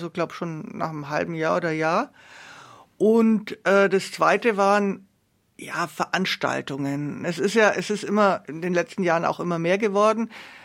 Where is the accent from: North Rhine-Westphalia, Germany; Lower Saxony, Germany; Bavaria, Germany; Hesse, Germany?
Bavaria, Germany; Nuremberg; born there; weil ich meine, Nürnberg ist halt meine Geburtsstadt